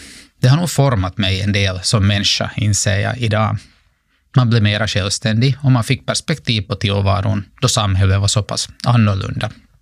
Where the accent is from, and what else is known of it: Finland